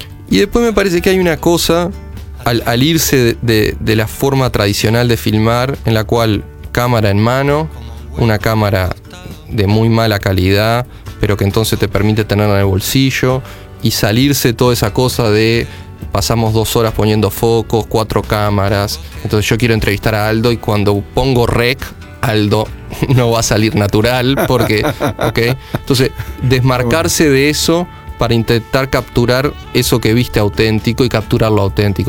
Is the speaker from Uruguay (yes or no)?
yes; Uruguay; Confieso que cuando me dijo, ah, vos sos argentino, y le dije, no, soy uruguayo